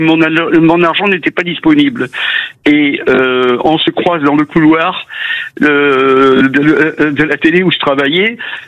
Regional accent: Nouvelle-Aquitaine, France; Oui, mais je suis de Gironde.

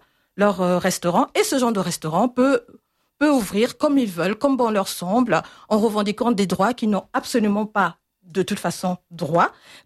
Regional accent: France; born there; Je suis née en France en tant que Française.

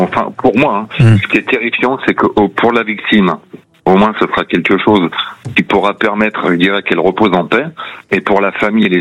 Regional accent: Courson-les-Carrières, Bourgogne-Franche-Comté, France; Alors, moi, je suis de Courson-les-Carrières, à côté d'Auxerre.

